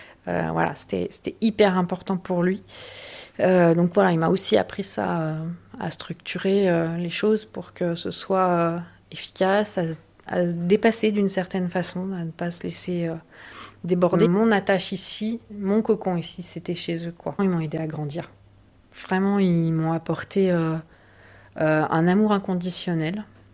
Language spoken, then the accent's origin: French; La Compote, Auvergne-Rhône-Alpes, France; born there; j'ai 49 ans, j'habite à La Compote depuis toujours, je suis maman de 2 enfants